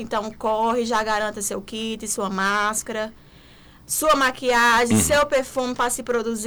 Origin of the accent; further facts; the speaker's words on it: Petrolândia, Pernambuco, Brazil; born there; moved away; Chama Petrolândia, Pernambuco